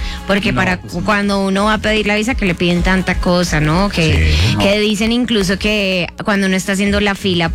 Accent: Colombia; Sí, soy colombiana

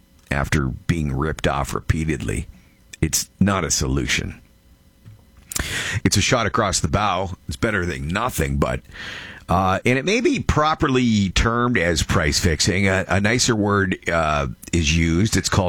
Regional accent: Canada

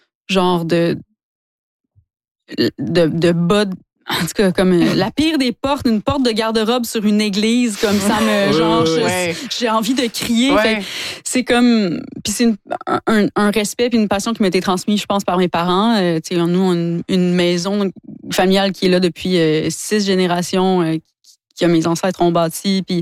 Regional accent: Quebec, Canada; born or raised there

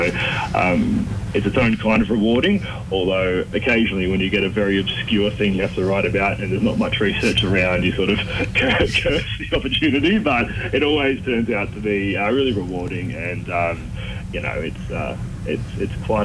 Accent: Doubtful Creek, New South Wales, Australia; now in Summer Hill, Australia; I grew up on a farm called Integrity Farms. It's based in Doubtful Creek, which is between two towns called Kyogle and Casino.

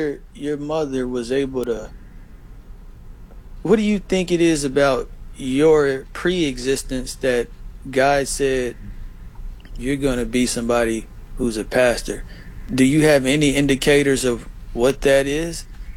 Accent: Texas, United States; I'm from Texas.

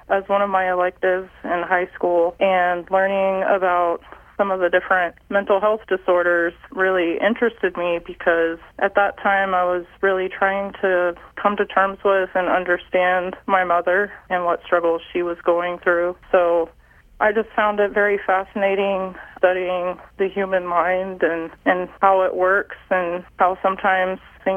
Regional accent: San Antonio, Texas, United States; Yes, I grew up in San Antonio, Texas, so very different from rural Kansas. Big city.

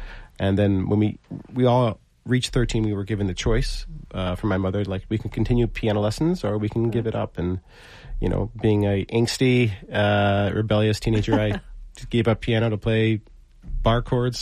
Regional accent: Syracuse, New York, United States; but growing up in Syracuse, we would rent out the local community hall, for $30 on the weekend and take it over almost every weekend.

